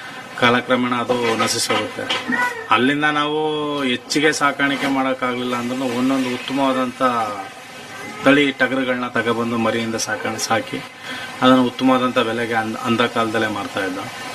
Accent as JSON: {"language": "Kannada", "town": "Malavalli", "region": "Karnataka", "country": "India", "said": "ಇದು ನನ್ನ ಜಿಲ್ಲೆದು, ನನ್ನ ತಾಲೂಕು, ನನ್ನ ಗ್ರಾಮದು."}